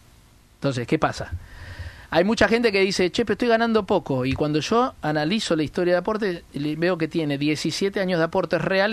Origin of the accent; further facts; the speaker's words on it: Argentina; now in Patagonia, Argentina; Yo soy de Buenos Aires